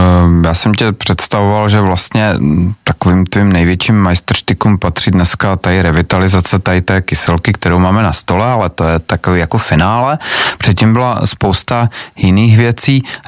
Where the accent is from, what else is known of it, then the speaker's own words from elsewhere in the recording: Olomouc, Olomouc Region, Czechia; já jsem z Olomouce, to je tradiční jako město čokolády